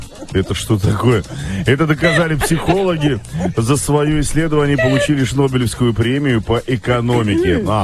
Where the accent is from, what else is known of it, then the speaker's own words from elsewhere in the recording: Moscow, Russia; Мы в москвичи, мы все живем